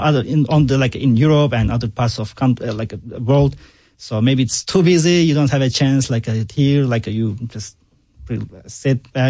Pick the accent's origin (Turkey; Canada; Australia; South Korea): Turkey; Istanbul; English is a second language; now in United States; So I grew up in Istanbul.